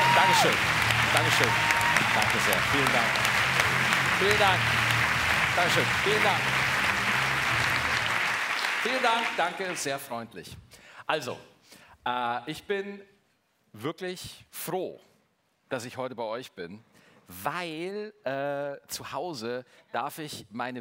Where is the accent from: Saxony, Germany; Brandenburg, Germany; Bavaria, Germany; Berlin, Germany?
Bavaria, Germany; Straubing; born there; accent: Bavarian; ich bin in Straubing geboren